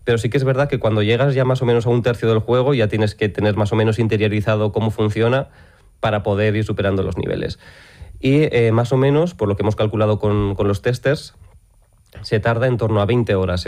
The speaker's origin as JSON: {"language": "Spanish", "town": "Ortigosa de Cameros", "region": "La Rioja", "country": "Spain", "tie": "born or raised there", "said": "yo nací en Cameros, yo me he criado en Peña los Cintos, en la aldea de Ortigosa"}